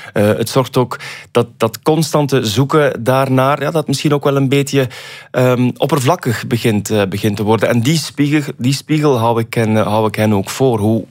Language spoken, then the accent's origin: Dutch; Bruges, Flanders, Belgium; En ja, ik ben zelf uit Brugge afkomstig. Dat is ook een stad waar heel wat schoonheid...